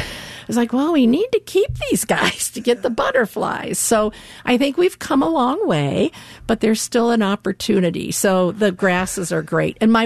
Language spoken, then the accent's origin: English; Ohio, United States; I grew up in Ohio